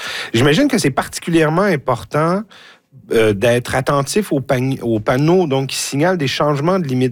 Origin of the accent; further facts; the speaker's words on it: Quebec, Canada; Chez nous, en Gaspésie